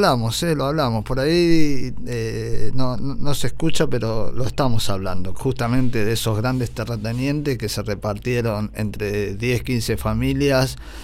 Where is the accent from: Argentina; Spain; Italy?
Argentina; Realmente somos únicos los argentinos, ¿no?